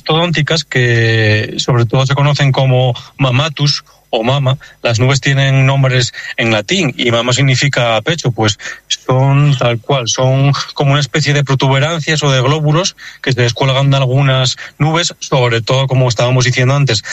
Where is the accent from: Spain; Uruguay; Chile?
Spain; Asturias; yo soy de Asturias